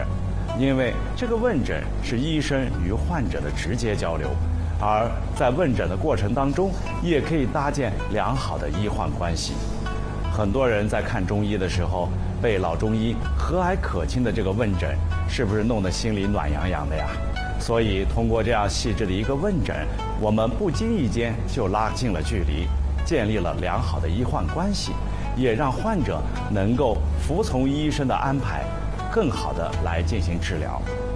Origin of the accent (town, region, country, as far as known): China